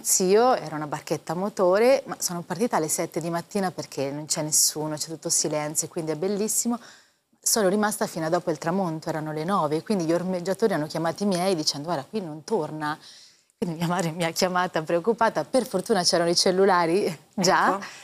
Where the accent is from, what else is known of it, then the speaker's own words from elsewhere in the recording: Ancona, Marche, Italy; Anconetano.